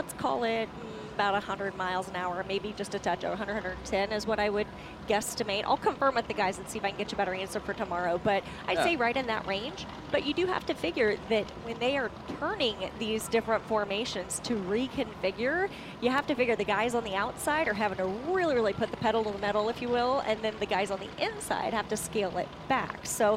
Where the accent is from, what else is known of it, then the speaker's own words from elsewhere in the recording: Kansas City, Missouri, United States; I'm from Kansas City